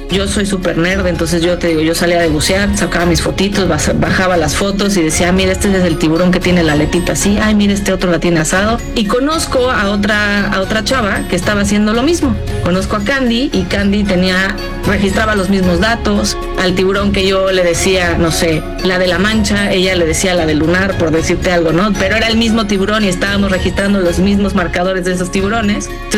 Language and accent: Spanish; Cancún, Quintana Roo, Mexico; now in Playa del Carmen, Mexico; Yo soy de Cancún, pero por el tema de los tiburones toro, decidí moverme ya a tiempo completo a playa, hace ya poco más de 10 años, entonces sí.